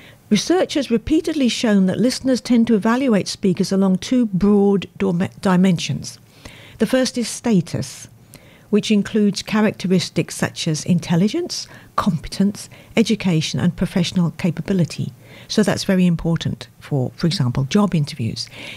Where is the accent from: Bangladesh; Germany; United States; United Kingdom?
United Kingdom; accent: British; moved away as an adult; now in Australia; I remember growing up in Britain, half a century ago now